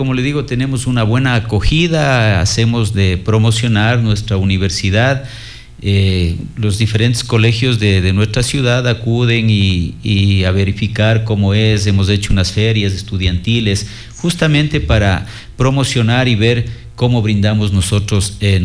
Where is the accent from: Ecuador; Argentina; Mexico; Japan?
Ecuador